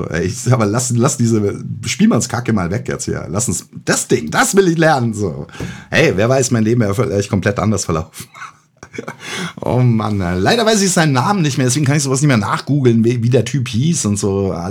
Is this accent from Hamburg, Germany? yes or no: no; Bavaria, Germany; Und da haben sie mich reingesteckt in dem Dorf, wo ich aufgewachsen bin, in Bayern.